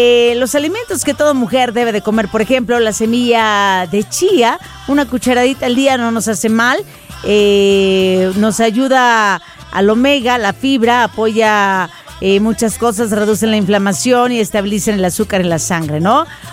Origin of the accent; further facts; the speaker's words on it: Mazatlán, Sinaloa, Mexico; Y yo soy marinera, pero soy de Mazatlán, Sinaloa. Bendita de tierra de bandas y de gente trabajadora.